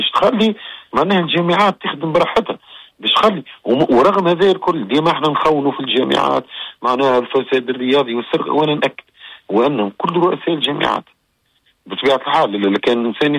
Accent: Tunisia; أنا أول تونسي نرأسها اللجنة الدولية للألعاب قبل المتوسطة

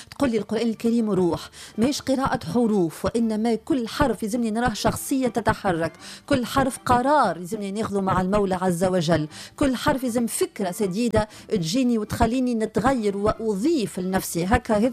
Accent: Tunisia; بلهجتنا التونسية، وبكل زيادة التميز زيادة اللهجة القبسية

